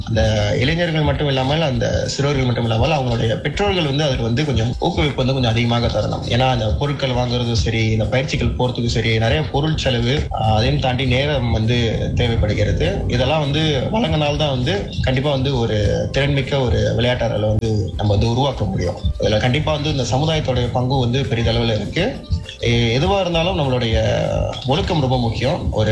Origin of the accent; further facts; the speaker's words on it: Kuala Selangor, Selangor, Malaysia; என்னுடைய சொந்த ஊர் வந்து கோலஸ்லங்கோர்.